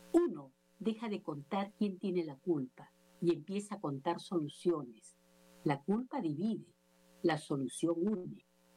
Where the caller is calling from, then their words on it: Lima, Peru; les hablo desde Lima, Perú